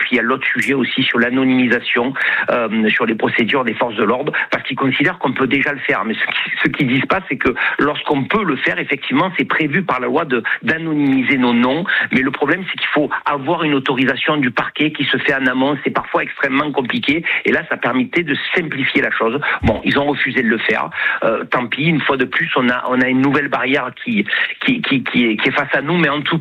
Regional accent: Marseille, Provence-Alpes-Côte d'Azur, France; Bien sûr, vous savez, moi je suis marseillais, je vis à Marseille et faire patrie à Marseille, ça veut dire quelque chose, quoi.

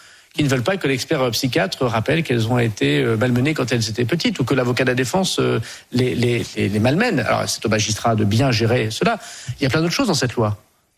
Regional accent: Hauts-de-France, France; Je suis du Nord-Pas-de-Calais, je suis pétri de ce catholicisme social-là.

